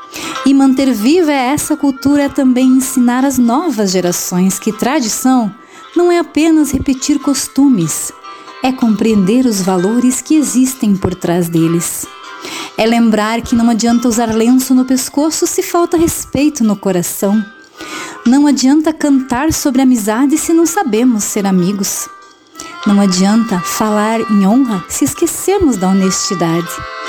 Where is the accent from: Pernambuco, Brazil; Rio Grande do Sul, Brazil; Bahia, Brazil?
Rio Grande do Sul, Brazil